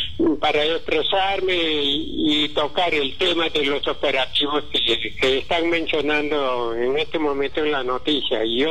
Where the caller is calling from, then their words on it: Cajamarca, Peru; a nivel de nuestro país peruano y referente también de nuestro departamento de Cajamarca.